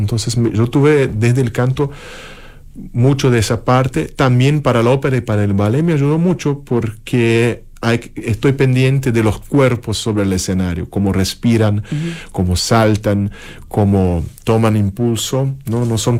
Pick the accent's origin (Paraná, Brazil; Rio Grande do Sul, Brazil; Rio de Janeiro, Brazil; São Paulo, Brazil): Rio Grande do Sul, Brazil; Porto Alegre; born or raised there; moved away